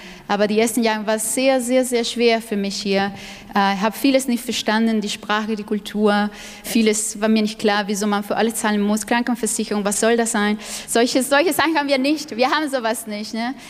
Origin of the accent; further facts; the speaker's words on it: Cuba; German is a second language; now in Germany; ich komme aus Kuba, ihr müsst euch vorstellen, was mir hier fehlt. Die Sonne am meisten und das Meer. Ich komme aus einer Insel, ne?